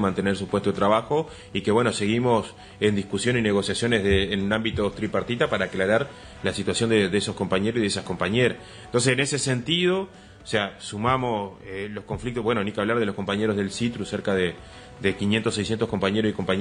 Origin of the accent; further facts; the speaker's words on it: Paysandú, Uruguay